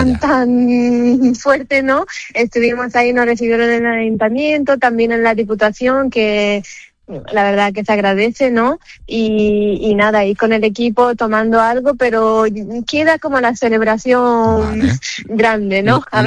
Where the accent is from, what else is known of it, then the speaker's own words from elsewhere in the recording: Romania; moved away as an adult; also born or lived in Sweden / Santiago de Compostela; now in Linares, Spain; Sí, yo soy rumana. En septiembre cumplo 11 años aquí en España